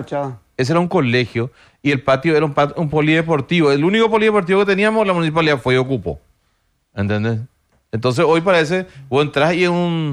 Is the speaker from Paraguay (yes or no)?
yes; Lambaré, Central, Paraguay; Pero nosotros en Lambaré ya ocupamos esa...